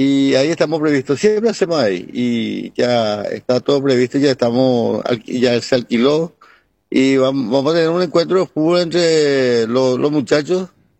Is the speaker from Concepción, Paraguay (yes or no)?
yes; Horqueta, Concepción, Paraguay; now in Luque, Paraguay; Yo salí de Horqueta hace 43 años y estoy radicado en Luque